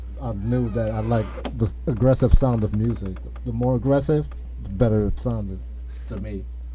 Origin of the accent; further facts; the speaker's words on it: Rotterdam, South Holland, Netherlands; accent: Dutch; English is a second language; moved away; I grew up in Rotterdam, the Netherlands.